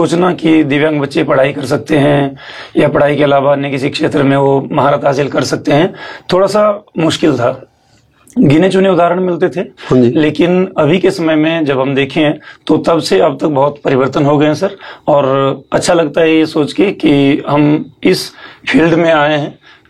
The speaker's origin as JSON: {"language": "Hindi", "town": "Mandi", "region": "Himachal Pradesh", "country": "India", "tie": "born or raised there", "said": "Sir, basically मैं हिमाचल प्रदेश के मंडी जिले का रहने वाला हूँ और मेरी जो विद्यालय शिक्षा है वहीं से हुई।"}